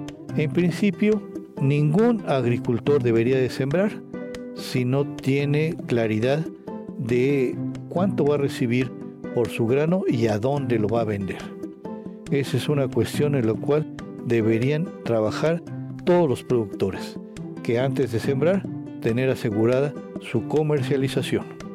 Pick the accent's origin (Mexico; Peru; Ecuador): Mexico